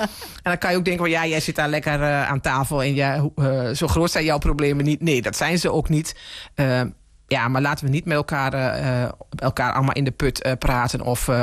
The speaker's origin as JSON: {"language": "Dutch", "region": "Gelderland", "country": "Netherlands", "moved": "yes", "said": "Ten meer ook omdat ik hier van oorsprong niet vandaan kom. Ik kom van oorsprong uit de Achterhoek."}